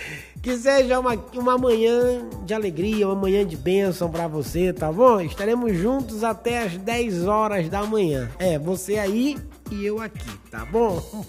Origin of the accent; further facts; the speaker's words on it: Belém, Pará, Brazil; now in Roraima, Brazil; lá para Belém do Pará, lá para minha terra